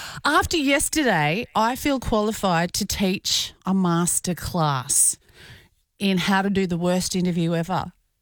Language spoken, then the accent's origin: English; Toowoomba, Queensland, Australia; This is Toowoomba. This is my hometown